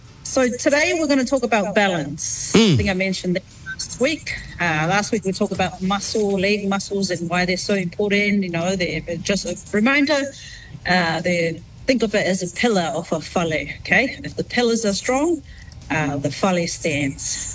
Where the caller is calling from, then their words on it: Onehunga, Auckland, New Zealand; I'm actually living from Onehanga, the Bay Reserve, Onehanga Bay Reserve.